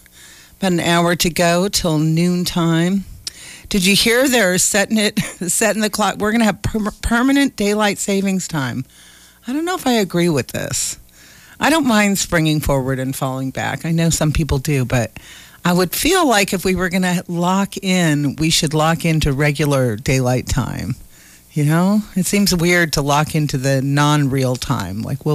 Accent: San Rafael, California, United States; When I grew up in San Rafael, I went to school at a middle school called Santa Venetia Middle School.

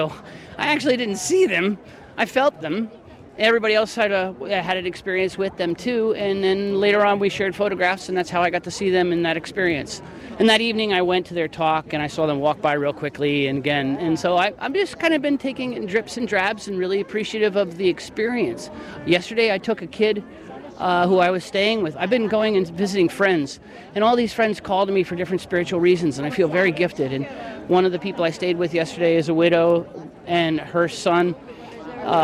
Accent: Martha's Vineyard, Massachusetts, United States; I'm from Martha's Vineyard, Massachusetts. I came down here starting on Friday last week

